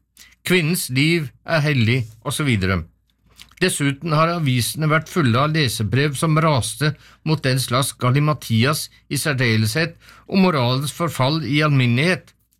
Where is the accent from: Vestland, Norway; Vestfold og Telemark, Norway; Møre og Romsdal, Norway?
Vestfold og Telemark, Norway; Seljord; Jeg kommer fra en liten plass i Seljord, og jeg kommer litterært fra Frankrike, og også England og andre steder, men det internasjonale påvirkninger og røttene i Telemark, i Seljord